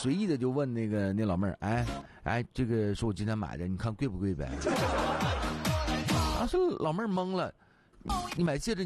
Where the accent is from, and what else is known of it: China